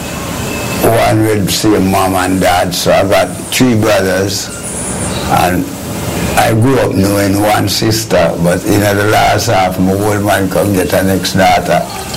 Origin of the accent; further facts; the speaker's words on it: Kingston, Jamaica; Well, I born in Kingston, you know, down in the west, Denham Town.